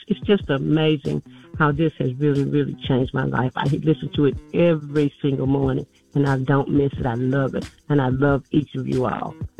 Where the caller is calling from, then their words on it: Mobile, Alabama, United States; I'm from Mobile, Alabama.